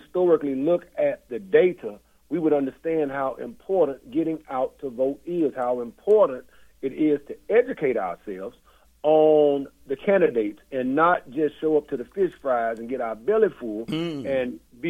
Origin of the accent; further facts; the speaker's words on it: Tallahassee, Florida, United States; born and raised in Tallahassee.